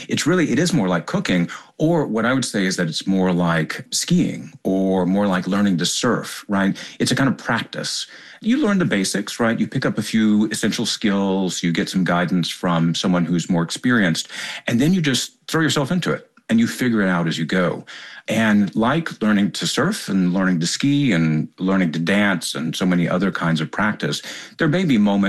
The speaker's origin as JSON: {"language": "English", "region": "Tennessee", "country": "United States", "said": "I come from East Tennessee farmers on my dad's side and Smoky Mountain hillbillies on my mom's side."}